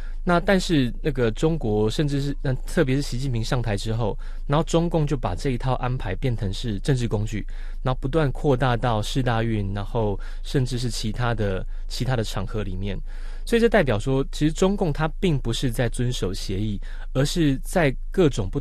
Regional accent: Taiwan; 我们来自台湾

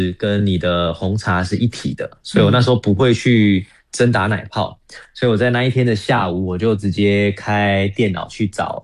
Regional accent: Pingtung County, Taiwan; moved away; also born or lived in Hualien; 那因为我其实不是花莲人，我是屏东人。那屏东离花莲其实有一段距离，

